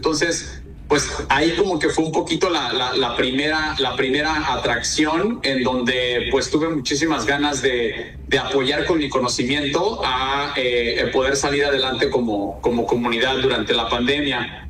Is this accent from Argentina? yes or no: no; Mexico City, Mexico; born there; now in La Paz, Mexico; yo nací en Ciudad de México, tengo aquí en La Paz alrededor ya de 25 años